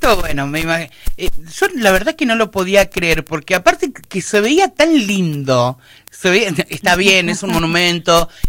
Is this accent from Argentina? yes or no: yes; Argentina; que también tenemos nosotros como argentinos